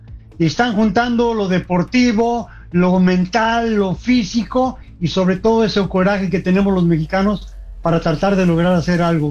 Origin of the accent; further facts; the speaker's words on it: Mexico; Yo creo que todos estamos felices. Primero, porque somos mexicanos.